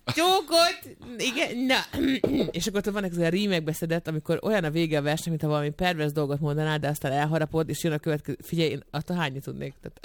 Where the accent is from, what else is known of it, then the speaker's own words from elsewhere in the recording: Hungary; mi magyarok vagyunk